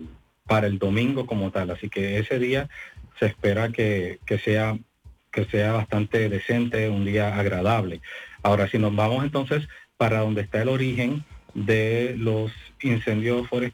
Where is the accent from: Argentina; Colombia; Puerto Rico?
Puerto Rico; Puerto Rico, perdóname, soy puertorriqueño